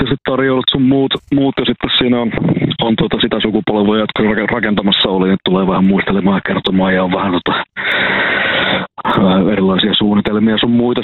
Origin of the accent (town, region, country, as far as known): Kuopio, North Savo, Finland